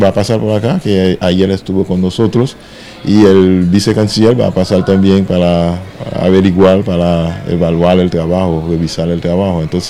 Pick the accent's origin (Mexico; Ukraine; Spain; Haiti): Haiti; somos la delegación de Haití